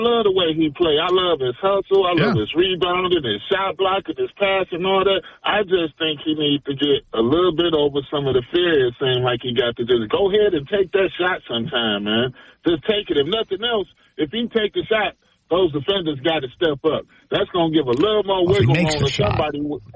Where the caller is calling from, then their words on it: Detroit, Michigan, United States; I'm from Detroit, not Ann Arbor, young man.